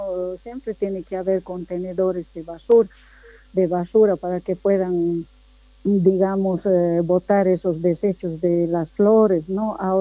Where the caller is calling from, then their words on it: Uncía, Potosí, Bolivia; yo estoy llamando de Uncía